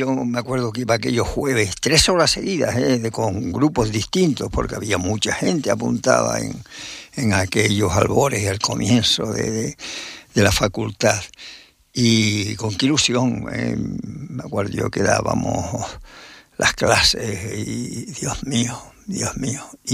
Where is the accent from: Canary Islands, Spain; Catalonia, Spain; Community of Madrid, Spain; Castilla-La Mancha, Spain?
Canary Islands, Spain; Lanzarote; born there; Yo nací en Lanzarote